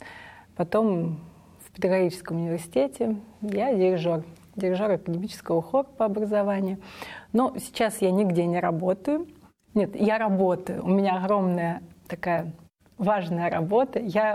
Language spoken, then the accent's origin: Russian; Voronezh, Voronezh Oblast, Russia; Я родилась и выросла в Воронеже. Это всего 100 километров от Липецка.